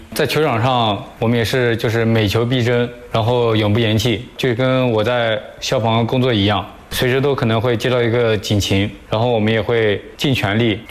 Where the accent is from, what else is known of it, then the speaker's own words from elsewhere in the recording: Chahe, Jiangsu, China; 我今年25岁，老家是湖南的，但是从小在岔河长大，接触足球是在小学3年级的时候吧。岔河小学弄个足球队